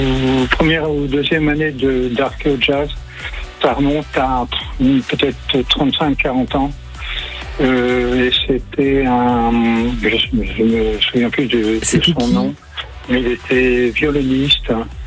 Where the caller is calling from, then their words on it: Roquemont, Normandy, France; je suis à Roquemont, à côté de Buchy.